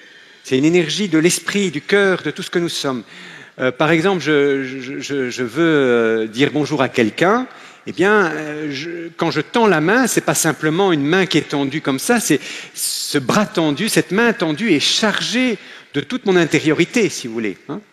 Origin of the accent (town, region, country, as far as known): Belgium